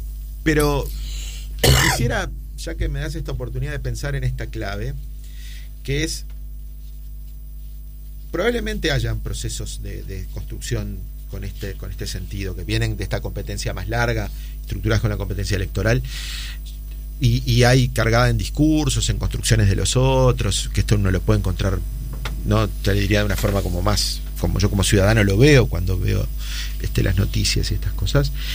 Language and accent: Spanish; Montevideo, Uruguay; los barrios en los que yo crecí, ¿no?, de La Teja, Cerro, Casabó